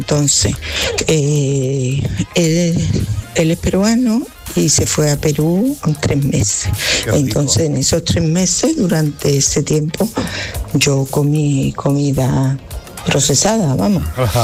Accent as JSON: {"language": "Spanish", "town": "Seville", "region": "Andalusia", "country": "Spain"}